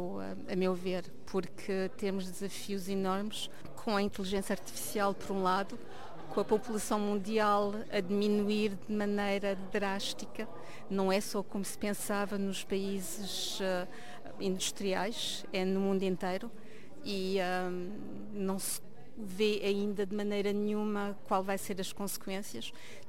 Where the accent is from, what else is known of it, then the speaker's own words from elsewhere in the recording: Luxembourg; also born or lived in Portugal; É um orgulho enquanto migrante portuguesa, mas também como portuguesa simplesmente.